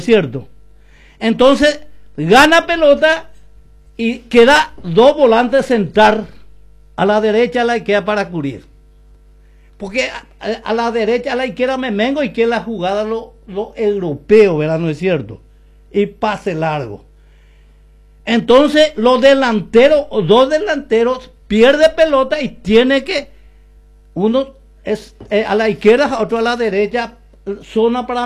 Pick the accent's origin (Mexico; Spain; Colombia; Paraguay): Paraguay; somos paraguayos